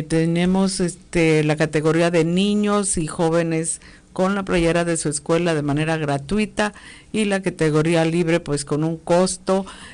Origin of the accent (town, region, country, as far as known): Cintalapa, Chiapas, Mexico